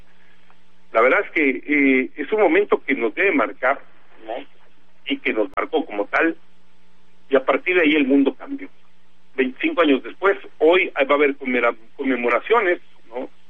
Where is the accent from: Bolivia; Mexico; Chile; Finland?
Mexico